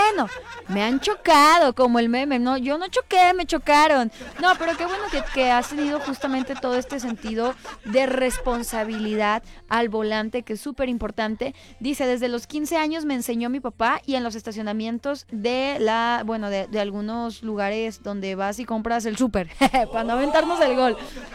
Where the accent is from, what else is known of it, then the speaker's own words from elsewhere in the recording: Mexico; somos mexicanos